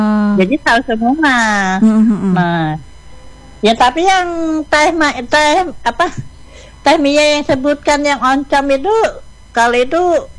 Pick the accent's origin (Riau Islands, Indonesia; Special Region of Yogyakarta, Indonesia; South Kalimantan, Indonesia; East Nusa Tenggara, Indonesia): South Kalimantan, Indonesia; aku bukan asli Kutai juga loh. Aku dibilang kurang Kutai padahal lain, Banjar.